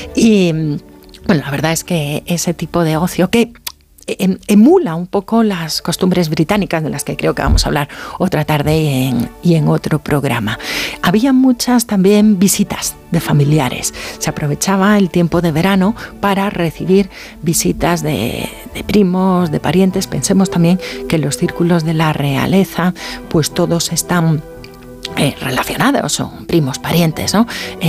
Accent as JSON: {"language": "Spanish", "region": "Galicia", "country": "Spain", "said": "Franco, como buen gallego que era, y no es que esté tirando para casa, que también"}